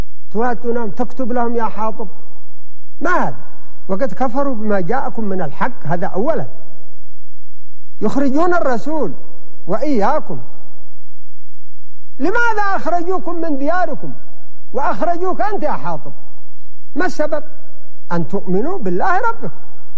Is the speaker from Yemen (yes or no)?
yes; Yemen; عندنا في اليمن